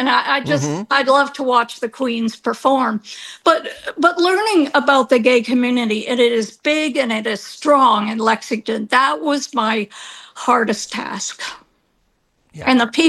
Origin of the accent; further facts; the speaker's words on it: Canada; moved away as an adult; And because it was an international student at the time, I came from Canada.